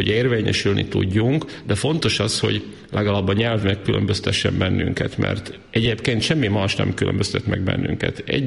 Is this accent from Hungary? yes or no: no; Bátka, Banská Bystrica Region, Slovakia; egy kisiskolában, a szülőfalumban, Bátkában kezdtem az iskoláimat, már a Rimaszombati gimnáziumban folytattam.